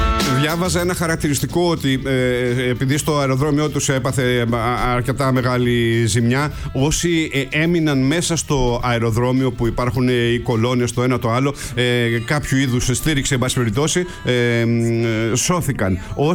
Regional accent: Livadi, Central Macedonia, Greece; moved away; Το πάνω, όταν λέμε εμείς πάνω, είναι το Λιβάδι.

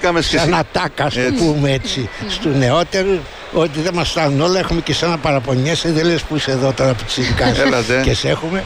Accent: Greece; σαν Έλληνες έχουμε τα θετικά μας και τα αρνητικά μας.

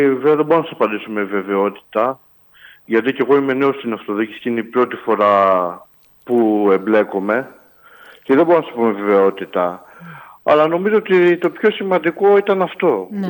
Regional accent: Chrysochorafa, Central Macedonia, Greece; Εμένα προσωπικά είναι το χωριό μου

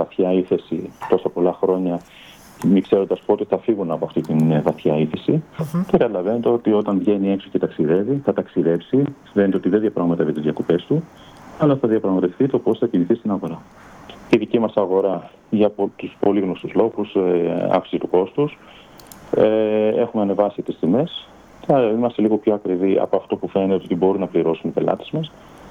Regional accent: Rhodes, South Aegean, Greece; όσοι είμαστε από το Δήμο Καμήρου και Δήμο Ταβίρου

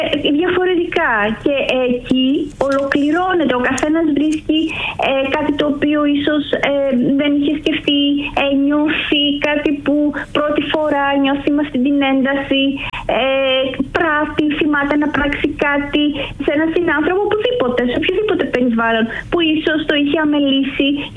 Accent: Xanthi, Eastern Macedonia and Thrace, Greece; also born or lived in Komotini / Alexandroupolis; Ναι, στην Κομωτινή γεννήθηκα. Μετά μεγάλωσα στην Ξάνθη. Έζησα και για 3 χρόνια περίπου στην Αλεξανδροπολή.

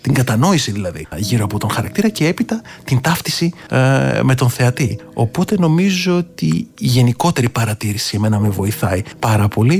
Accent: Lemnos, North Aegean, Greece; Ήμουν στο νησί μου στη Λίμνο

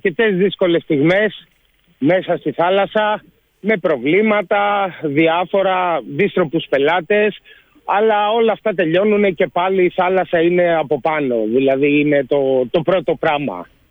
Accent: Piraeus, Attica, Greece; born or raised there

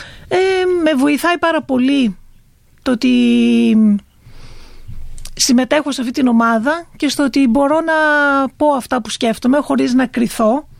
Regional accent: Pyli, Greece; και εγώ είμαι από την Πύλη, καταγωγή μου είναι από την Πύλη.

